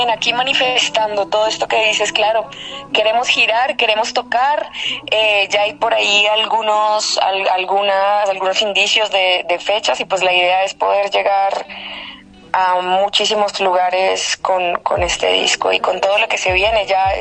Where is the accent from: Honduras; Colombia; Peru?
Colombia; moved away as an adult; now in Mexico; Hace ya un tiempo estaba haciéndole coquitos, como decimos en Colombia, pa poder vivir en este país, y pues bueno, se dio. Uh-huh. Y pues nada, ahora estamos viviendo ya en México